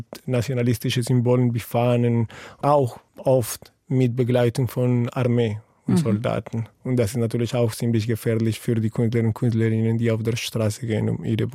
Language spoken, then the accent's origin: German; Colombia; German is a second language; das ist tatsächlich auch, wo ich herkomme, Wandbilder und Muralismus in Kolumbien hat eine riesige Rolle gespielt.